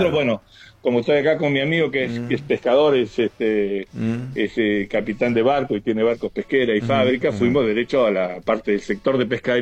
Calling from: Chubut, Argentina; Mira, vivo en Chubut, que es al lado de Río Negro.

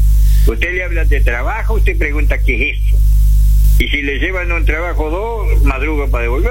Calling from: Entre Ríos, Argentina; Nosotros somos los entrerrianos, los argentinos, somos bien argentinos, gracias a Dios

